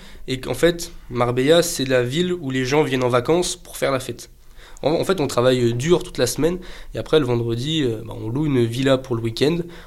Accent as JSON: {"language": "French", "country": "France", "moved": "as an adult", "lives_now": "Gibraltar", "said": "parce que je suis français, c'est normal. Mais voilà, maintenant je pense que je suis prêt à... Maintenant que je suis résident à Gibraltar"}